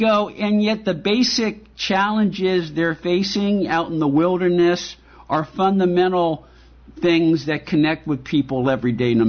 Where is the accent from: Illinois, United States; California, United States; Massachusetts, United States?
California, United States; San Francisco; moved away as an adult; also born or lived in Vallejo / Solano County; now in South Pasadena, United States; I grew up in San Francisco proper, but before I moved down here, I lived in Solano County